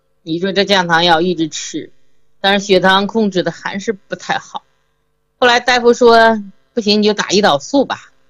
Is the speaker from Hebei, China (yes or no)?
yes; Shijiazhuang, Hebei, China; 我是河北石家庄的，我今年呢68了